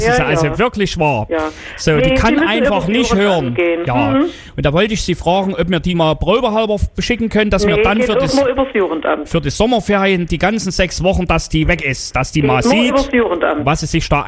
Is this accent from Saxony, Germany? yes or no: yes; Meerane, Saxony, Germany; ich bin hier nur zu Besuch, ich bin selber aus Merane.